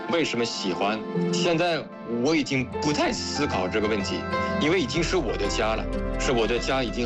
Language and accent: Chinese; France; Chinese is a second language; 我是法国人